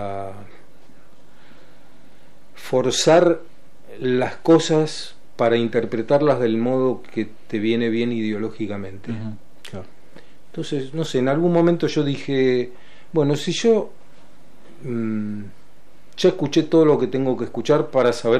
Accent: La Plata, Buenos Aires Province, Argentina; born there; also born or lived in Córdoba / United States; yo soy de La Plata. Yo nací en Córdoba, pero en Córdoba iba para fin de año y nada más. Acá en La Plata, tuve todo, no solamente los trabajos, sino la familia, la esposa, los hijos, las hijas, los nietos y la nieta, todos de La Plata.

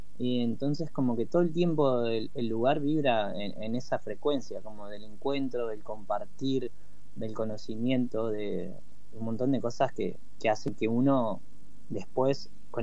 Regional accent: Comodoro Rivadavia, Chubut, Argentina; born there; moved away as an adult; now in La Plata, Argentina; Yo soy nacido en Comodoro, pero ya estoy hace 7 años acá en La Plata y me he encontrado con un lugar muy amable para vivir y para desarrollar mi trabajo.

